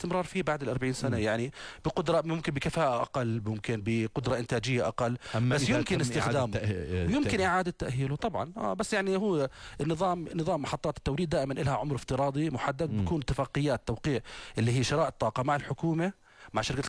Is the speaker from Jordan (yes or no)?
yes; Jordan; والحمد لله يعني احنا بالاردن يعني ما عم نعاني منها الحمد لله.